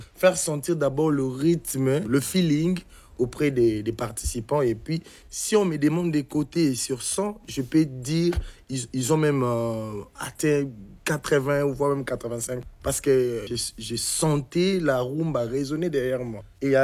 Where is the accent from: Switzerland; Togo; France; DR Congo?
DR Congo; Kinshasa; je suis né à Kinshasa, c'est la ville de la diversité.